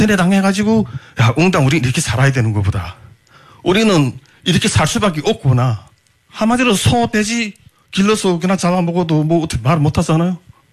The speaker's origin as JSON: {"language": "Korean", "country": "North Korea", "tie": "born or raised there", "moved": "as an adult", "lives_now": "South Korea", "said": "야 이거 북한에서 태어난 거 왜 이렇게 후회되고"}